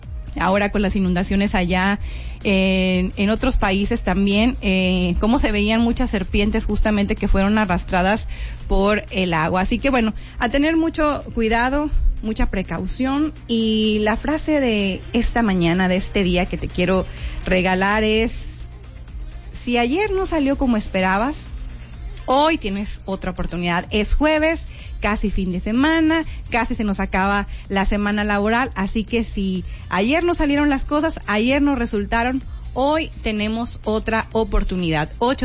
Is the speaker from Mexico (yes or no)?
yes; Piedras Negras, Coahuila, Mexico; Ya sabemos, los que somos de Piedras Negras, cuáles son esos lugares que normalmente suelen inundarse